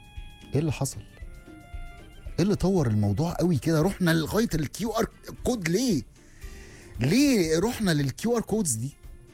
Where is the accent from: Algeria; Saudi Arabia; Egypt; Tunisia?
Egypt